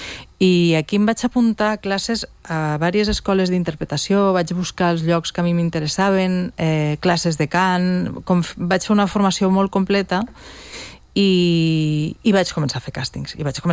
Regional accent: Tortosa, Catalonia, Spain; Jo sóc de Tortosa i de vegades... però he treballat a TV3 amb papers que no parlo amb el meu accent

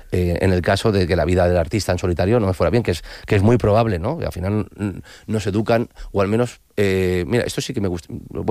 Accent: Valencia, Valencian Community, Spain; venimos de Valencia, Naranjos, mi familia tenía tierras con Naranjos.

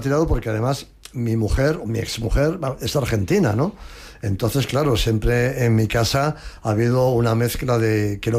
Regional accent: Spain; Hay un tercer español que soy yo

